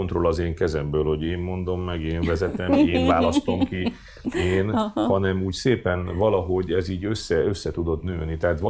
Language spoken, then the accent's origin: Hungarian; Miercurea Ciuc, Harghita, Romania; moved away as an adult; Én ugye 18 éves koromban eljöttem otthonról, mert Csíkszeredai vagyok, és Csíkszeredában nem volt egyetem